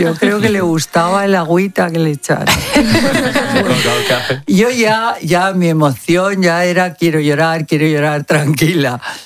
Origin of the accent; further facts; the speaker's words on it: Spain; cómo no lo voy a ver si soy española a muerte